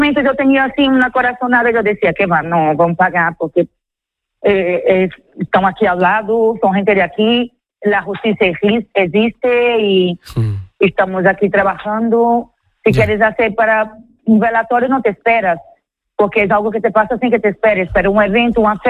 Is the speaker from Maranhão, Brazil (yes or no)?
yes; São Luís, Maranhão, Brazil; now in Spain